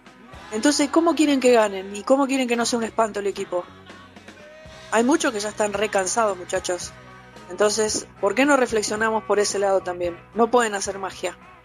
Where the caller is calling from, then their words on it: Belgrano, Buenos Aires, Argentina; de Belgrano.